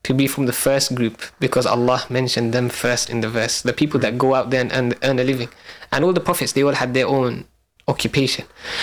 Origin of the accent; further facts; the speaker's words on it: Tower Hamlets, London, United Kingdom; I grew up in Tauhamless.